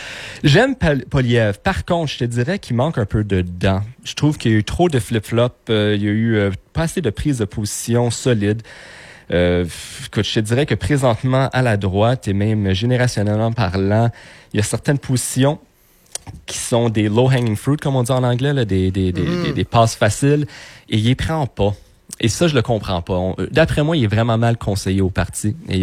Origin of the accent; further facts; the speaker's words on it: Montreal, Quebec, Canada; Je viens de Montréal. Je suis okay. De l'ouest de l'île, sauf que mes deux parents sont Québécois Pureland. Je suis Pureland, donc français, c'est ma langue.